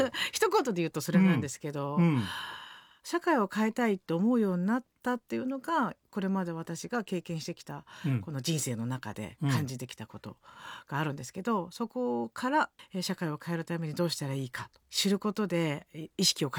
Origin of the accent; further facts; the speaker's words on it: Saitama, Japan; born there; 私4姉妹なんですね、で、埼玉県で生まれて、